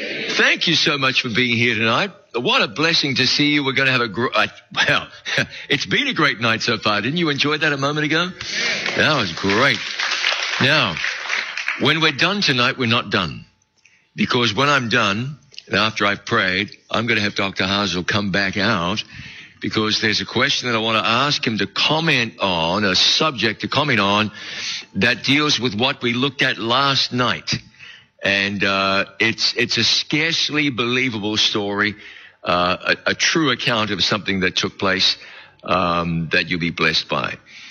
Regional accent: New Zealand; moved away; also born or lived in California; I was raised in New Zealand. I've been through a few of these. I lived in California.

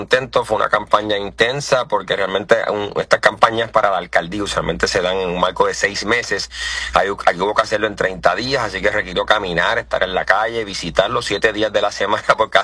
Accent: Cataño, Puerto Rico; contentos con ese respaldo que recibí de mi pueblo de Cataño

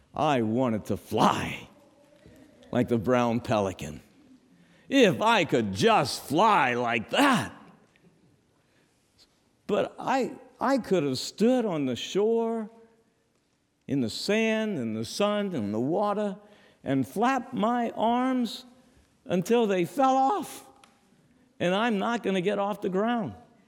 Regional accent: Louisiana, United States; moved away; When I was a little boy growing up in Louisiana

